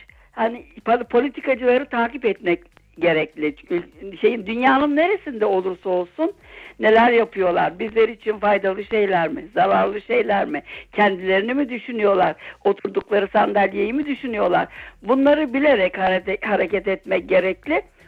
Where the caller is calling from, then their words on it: Bremen, Germany; Bremen'den arıyorum sizi.